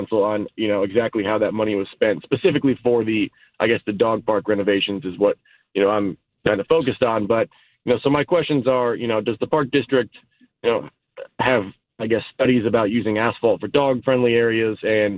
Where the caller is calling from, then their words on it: Chicago, Illinois, United States; I live in Roscoe Village where Hamlin Park is